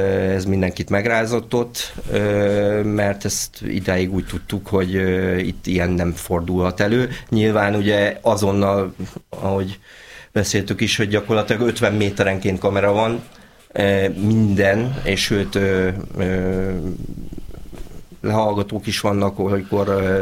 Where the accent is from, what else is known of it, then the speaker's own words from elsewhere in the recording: Csepel, Budapest, Hungary; Egy csepeli srác vagyok, aki megragadta a lehetőséget